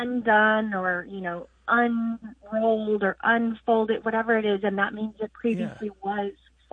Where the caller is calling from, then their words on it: San Antonio, Texas, United States; I'm calling from San Antonio, Texas.